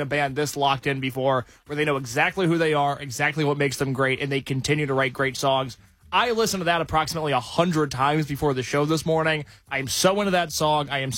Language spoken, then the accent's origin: English; Indiana, United States; I'm from Indiana.